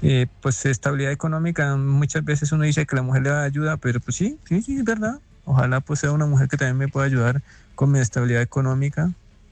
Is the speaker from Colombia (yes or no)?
yes; Sogamoso, Boyacá, Colombia; tengo 43 años, soy nativo o vivo residente en Sogamoso, Boyacá.